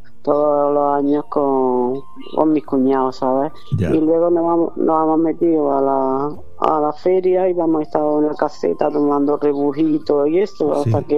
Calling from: Córdoba, Andalusia, Spain; de Córdoba.

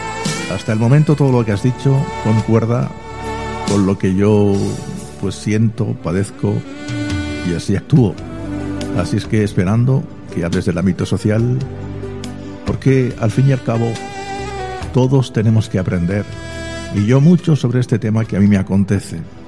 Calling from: Barcelona, Catalonia, Spain; … de Barcelona.

